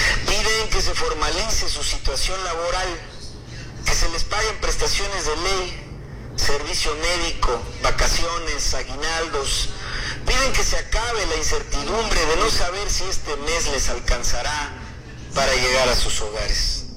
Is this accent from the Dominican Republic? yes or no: no; Acapulco, Guerrero, Mexico; En Acapulco, el lugar de donde soy originario, de donde nací